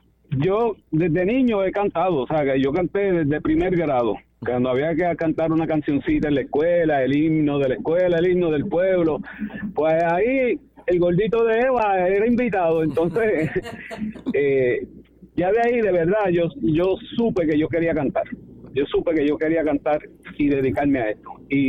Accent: Toa Baja, Puerto Rico; Pero imagínate, un muchachito del pueblo, uh-huh, pues yo me crié en Tua Baja

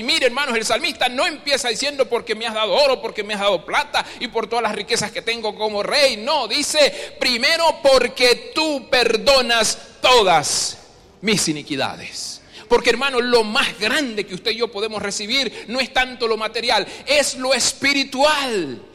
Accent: Panama; moved away as an adult; also born or lived in Guanacaste, Costa Rica; now in Costa Rica; Yo soy de nacionalidad panameña, aunque ahora ya soy más tico que el gallo pinto, dice. Porque ya tengo, bueno, 16 años viviendo en este país. Y por ahí pues hay otros testimonios y viví en otro momento hace muchos años atrás también en Guanacaste.

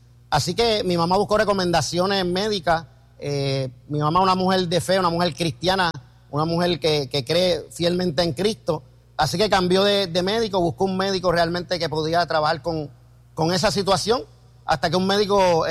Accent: San Juan, Puerto Rico; Me crié con mi abuela en Río Piedra, en el barrio Capetillo, en Río Piedra

